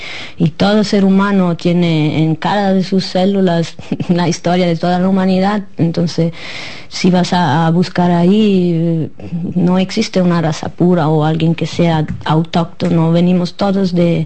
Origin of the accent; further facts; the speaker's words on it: Switzerland; Spanish is a second language; moved away as an adult; También yo son más de 15 años, creo, que no vivo en Suiza